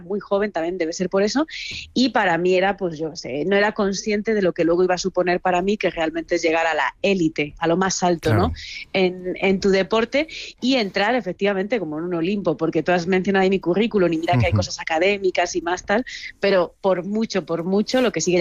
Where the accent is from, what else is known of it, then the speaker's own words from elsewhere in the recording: Madrid, Community of Madrid, Spain; yo soy del barrio de San Blas